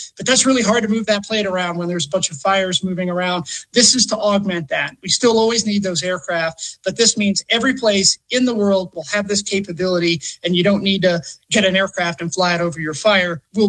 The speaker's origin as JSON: {"language": "English", "region": "Gulf Coast", "country": "United States", "tie": "born or raised there", "said": "I grew up in the Gulf Coast. So I grew up with hurricanes"}